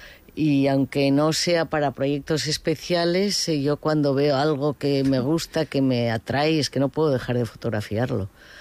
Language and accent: Spanish; San Sebastián, Basque Country, Spain; aquí, en mi pueblo. Me han tratado siempre bien aquí en San Sebastián.